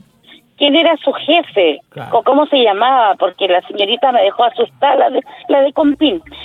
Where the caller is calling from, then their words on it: Talcahuano, Biobío, Chile; soy de Talcahuano.